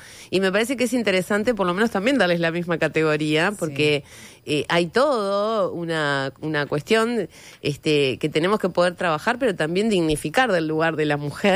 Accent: Uruguay; soy mala uruguaya

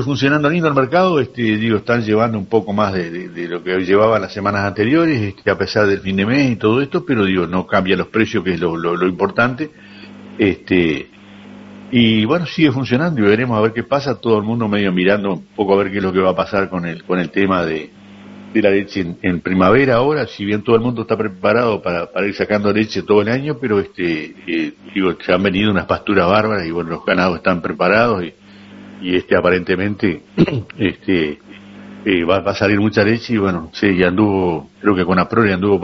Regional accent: Uruguay; Somos uruguayos y no hay caso.

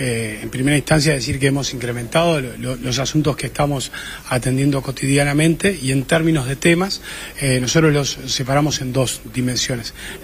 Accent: Montevideo, Uruguay

